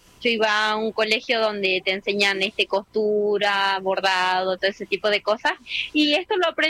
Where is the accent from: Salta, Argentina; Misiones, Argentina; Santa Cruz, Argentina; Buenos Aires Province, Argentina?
Salta, Argentina; San José de Metán; Yo soy de San José de Metán.